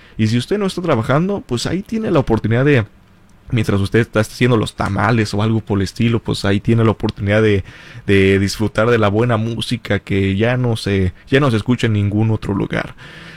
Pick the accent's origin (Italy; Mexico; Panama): Mexico; Irapuato, Guanajuato; moved away; del área donde yo me crié, específicamente en Irapuato, Guanajuato. Mi hermana y yo, aquí que está mi hermana, pues nos criamos en Irapuato, Guanajuato.